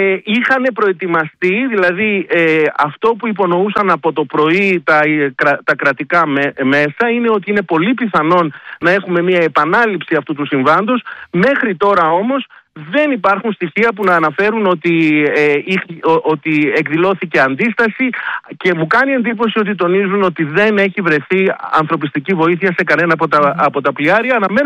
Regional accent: Rhodes, South Aegean, Greece; επειδή συμβαίνει να είμαι από τη Ρόδο οπότε και το Μαρμαρίς είναι κοντά στη γενέτειρά μου

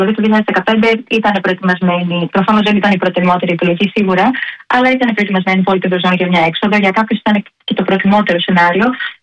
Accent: Greece; ως Ελληνίδα

